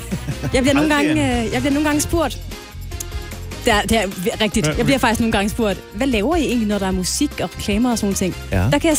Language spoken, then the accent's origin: Danish; Region of Southern Denmark, Denmark; nede i Sønderjylland, hvor jeg kommer fra